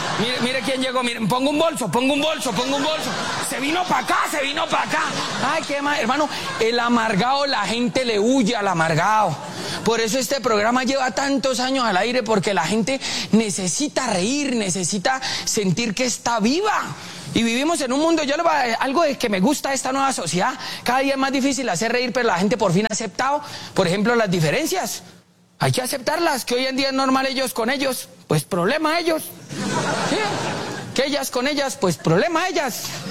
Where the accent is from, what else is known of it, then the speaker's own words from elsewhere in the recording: Bucaramanga, Santander, Colombia; now in Bogotá, Colombia; en Santander, yo soy de Bucaramanga, mano, la ciudad más linda del planeta